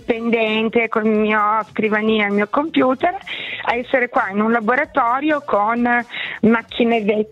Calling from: Dusino San Michele, Piedmont, Italy; Io sono a Dusino San Michele, che è un micro paese in provincia di Asti

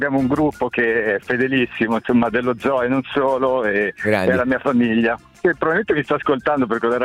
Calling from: Milan, Lombardy, Italy; Da Milano

